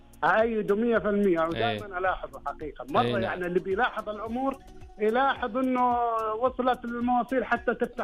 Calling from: Badr, Medina Province, Saudi Arabia; الصناعيه بدر، محافظه بدر.

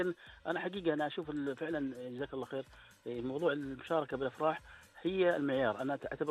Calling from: Dammam, Eastern Province, Saudi Arabia; انا اكلمك من الدمام.

